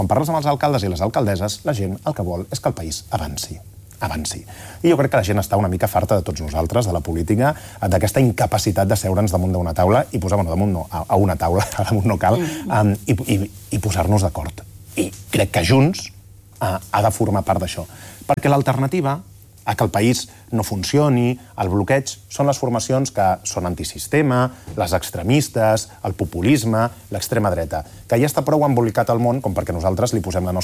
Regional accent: Catalonia, Spain

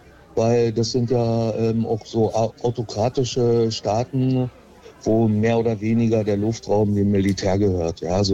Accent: East Germany, Germany; ich bin ja in Lippen groß geworden, ja. Damals im Osten, Maueröffnung Berlin, alles mitgemacht, Millennium Berlin mitgemacht.

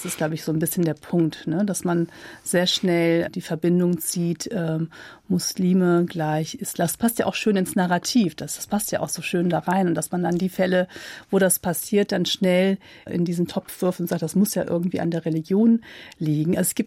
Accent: Rhineland, Germany; born there; accent: slight Rhineland accent

